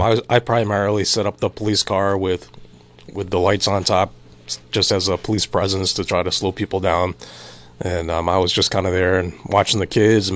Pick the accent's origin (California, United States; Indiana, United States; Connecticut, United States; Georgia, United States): Connecticut, United States; East Putnam; No, I grew up in East Putnam, so I took the bus.